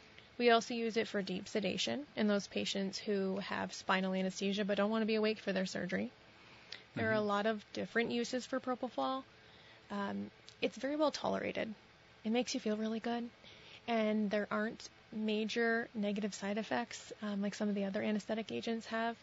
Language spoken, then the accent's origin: English; Sheldon, Vermont, United States; I grew up in Sheldon, Vermont.